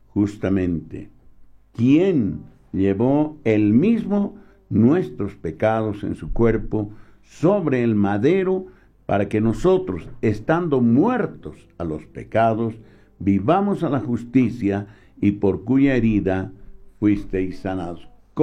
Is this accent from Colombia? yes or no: no; Bolivia; lo que decimos en el oriente boliviano